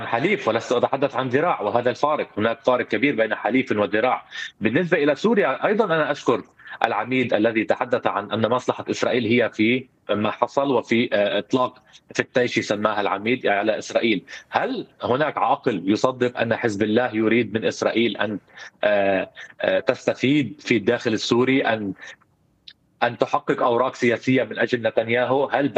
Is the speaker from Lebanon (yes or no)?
yes; Lebanon; ليس من مصلحتنا كلبنانيين